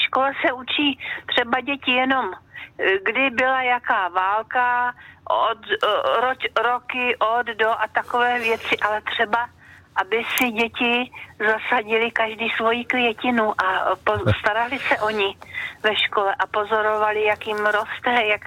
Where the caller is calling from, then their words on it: Trutnov, Hradec Králové Region, Czechia; z Trutnova.